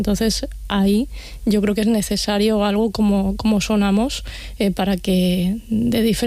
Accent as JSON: {"language": "Spanish", "region": "Castilla-La Mancha", "country": "Spain", "said": "yo soy de Castilla-La Mancha y no había ningún estudio concretamente de la comunidad autónoma"}